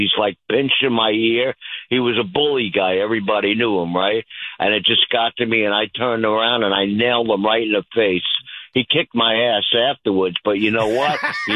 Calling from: Bellmore, New York, United States; I'm from Belmore

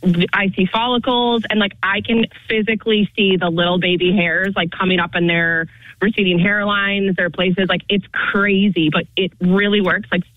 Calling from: Ladson, South Carolina, United States; I'm calling from Ladson.

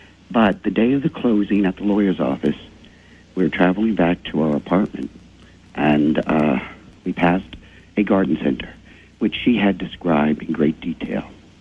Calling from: New Jersey, United States; I'm calling from New Jersey.

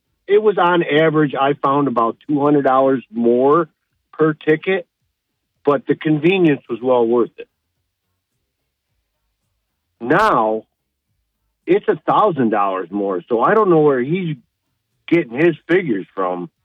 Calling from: the Glen, New York, United States; from the Glen.

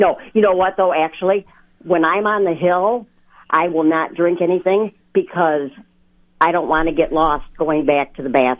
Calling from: Cadillac, Michigan, United States; I'm calling from Cadillac.

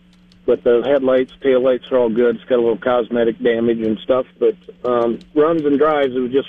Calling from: Belmont, United States; from Belmont again.

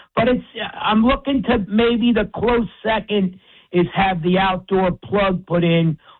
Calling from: Westfield, New Jersey, United States; I'm in Westfield

